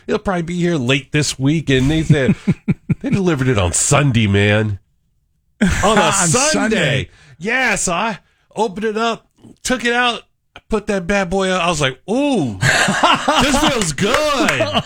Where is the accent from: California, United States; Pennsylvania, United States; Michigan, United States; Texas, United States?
California, United States; Los Angeles; I am an Angelino, born and raised.